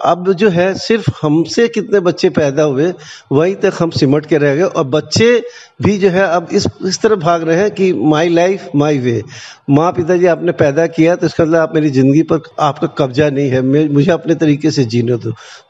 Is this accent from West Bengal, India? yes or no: yes; Kolkata, West Bengal, India; मैं तो पैदा हुआ पला बड़ा कलकत्ता में, लेकिन मूल मेरा बिहार है।